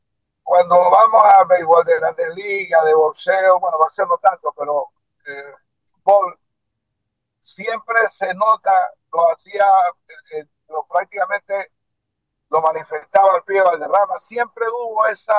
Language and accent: Spanish; Volcán, Chiriquí, Panama; allá en mi pueblo